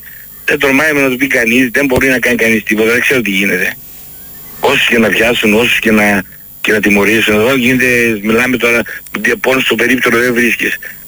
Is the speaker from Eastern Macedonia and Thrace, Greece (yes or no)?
no; Athens, Attica, Greece; έχω μεγαλώσει μέχρι το 90, ήμουν στην περιοχή των Εξαρχείων. Τώρα έχω φύγει από το κέντρο.